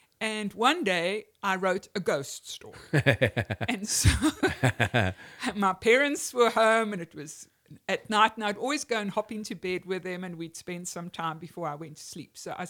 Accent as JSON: {"language": "English", "country": "South Africa", "tie": "born or raised there", "also_born_or_lived": "Zambia", "said": "But also growing up in South Africa, I grew up during the worst of the apartheid years."}